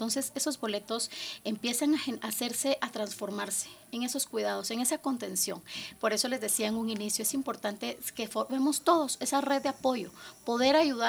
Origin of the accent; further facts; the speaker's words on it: Guatemala; nuestros hermanos guatemaltecos